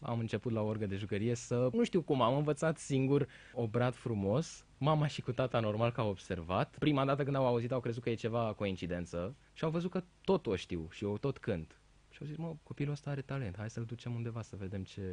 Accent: Roșiori de Vede, Teleorman, Romania; moved away as an adult; now in Bucharest, Romania; e și orașul în care am crescut 17-18 ani de zile

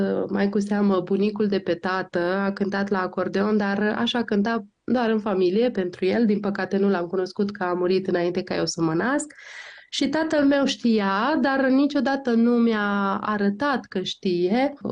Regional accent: Prisăcani, Iași County, Romania; M-am născut în Iași, am copilărit pe malul Prutului

